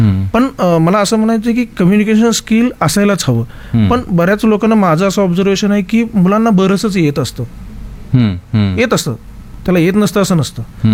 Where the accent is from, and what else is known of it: Pune, Maharashtra, India